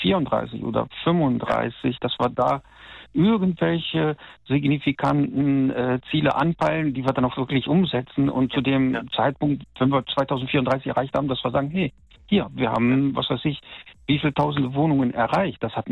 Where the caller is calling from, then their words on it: Bonn, North Rhine-Westphalia, Germany; Also ich komme hier aus dem Siegburger Kölner Bereich, Bonn quasi, und da ist der Wohnraum extrem knapp.